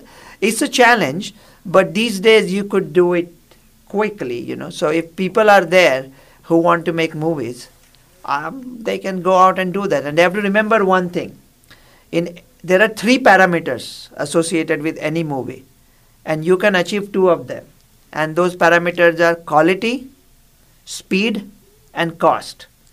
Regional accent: India; I grew up in India

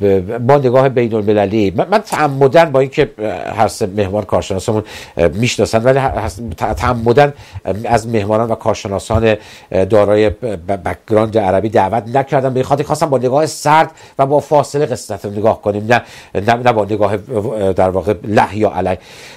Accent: Iran; من ایرانی هستم

